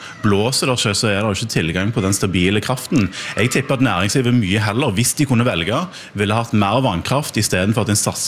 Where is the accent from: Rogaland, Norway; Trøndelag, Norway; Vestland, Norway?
Rogaland, Norway; der jeg kommer fra i Rogaland, kan du omtrent ikke snu deg rundt uten å se vindmøller